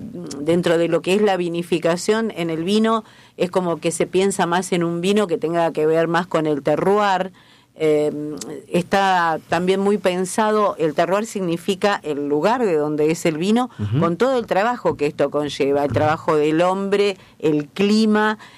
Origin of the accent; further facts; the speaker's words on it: Argentina; now in Funes, Argentina; Nosotros recordamos como argentinos una mesa en los 70, en los 80